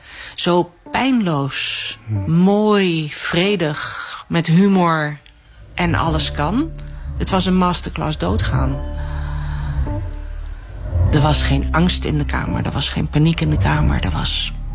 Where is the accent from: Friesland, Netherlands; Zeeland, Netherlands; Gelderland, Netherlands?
Gelderland, Netherlands; Harderwijk; Ik ben atheïstisch opgevoed in Harderwijk. Maar de God van Harderwijk regeerde daar als een gek.